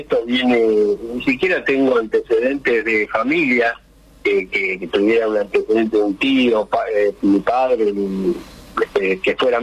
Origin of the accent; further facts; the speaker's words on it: Buenos Aires, Argentina; born there; moved away as an adult; yo soy pompeño, que vengo de Buenos Aires, si bien hace 28 años que estoy acá, pero soy porteño, nací en Capital Federal